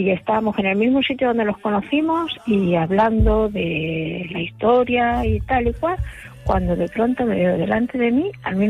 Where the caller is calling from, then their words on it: Alicante, Valencian Community, Spain; Mira, os llamo desde Alicante.